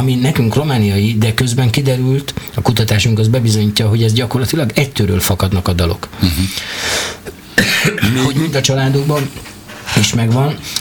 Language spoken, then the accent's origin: Hungarian; Hungary; én nem csak magyar cigány vagyok, hanem olá cigány is vagyok, hiszen apámat sem tagadom meg, sem anyámat.